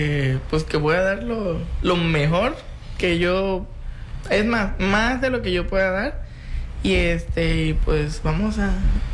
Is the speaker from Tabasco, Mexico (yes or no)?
yes; Paraíso, Tabasco, Mexico; moved away as an adult; now in Villahermosa, Mexico; Yo soy de Paraíso.